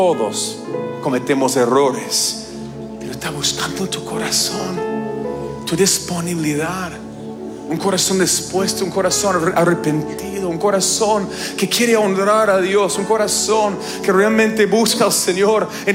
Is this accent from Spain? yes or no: no; Canada; moved away; saben que soy canadiense, y donde hace a veces menos 40 grados en el invierno